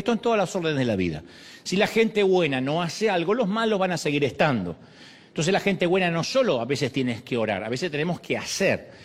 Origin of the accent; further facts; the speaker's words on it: Argentina; Hace unos días se empezó a correr un rumor en mi país que yo podría ser candidato a la presidencia de Argentina.